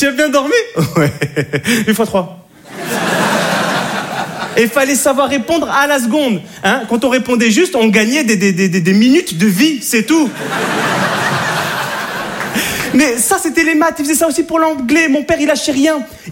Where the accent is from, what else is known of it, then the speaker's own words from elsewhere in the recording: Monte Carlo, Monaco; Et je suis de Monaco, Monte Carlo.